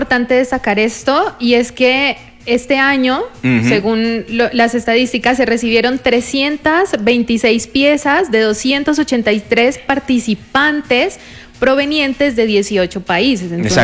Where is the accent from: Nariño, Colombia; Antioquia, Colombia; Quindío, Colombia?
Nariño, Colombia; San José de Albán; De San José de Albán.